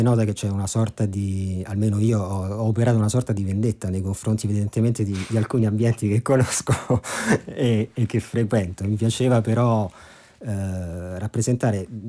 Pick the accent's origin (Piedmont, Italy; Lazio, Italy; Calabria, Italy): Lazio, Italy; Rome; io sono di Roma